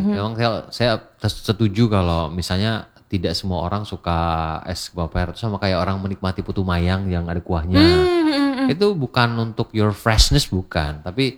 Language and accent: Indonesian; Surakarta, Central Java, Indonesia; kita sebagai orang Solo